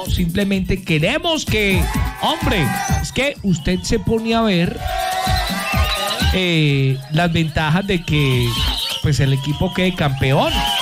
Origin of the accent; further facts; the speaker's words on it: Antioquia, Colombia; somos paisas.